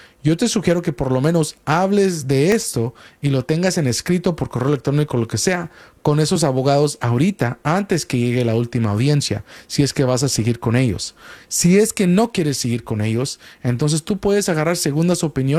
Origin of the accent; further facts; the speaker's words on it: Chicago, Illinois, United States; soy de Chicago, yo soy